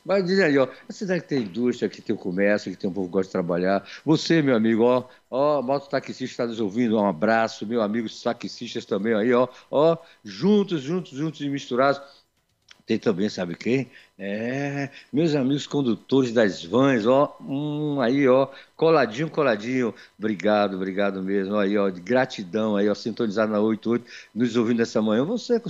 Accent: Bahia, Brazil; que eu sou de Jacuípe

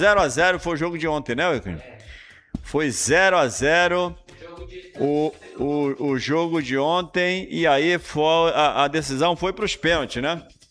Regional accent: Amazonas, Brazil; vocês do Estirão, minha terra natal

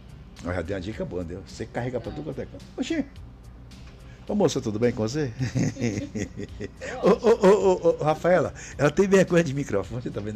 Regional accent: Brazil; eu como brasileiro

